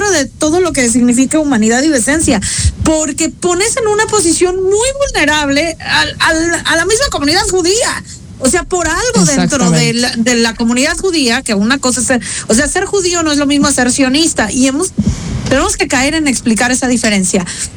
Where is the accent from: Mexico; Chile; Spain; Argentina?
Mexico